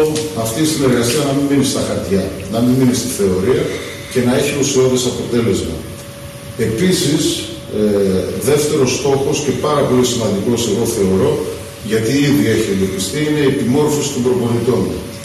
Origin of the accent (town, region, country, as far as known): Agrinio, Western Greece, Greece